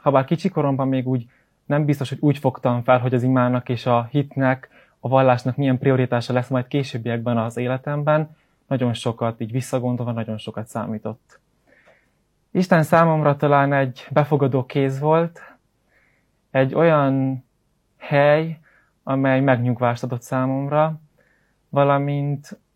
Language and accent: Hungarian; Szék, Cluj County, Romania; A bemutatkozásnál nem említettem, de Székről származom. Egy félig adventista és félig református családban nőttem fel.